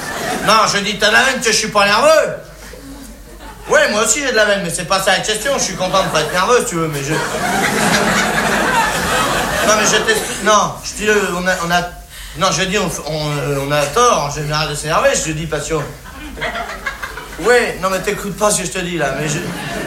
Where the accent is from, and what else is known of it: France